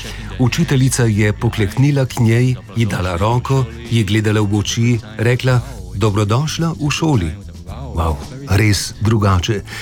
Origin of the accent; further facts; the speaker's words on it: Taiwan; Slovenian is a second language; Mimo grede, sam še nisem bil gor, saj sem Tajvanec, pa tudi sicer hodim raje v jame.